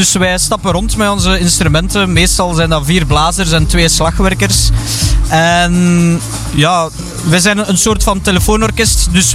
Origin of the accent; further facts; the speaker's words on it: Flanders, Belgium; Ik zelf ben van Outer.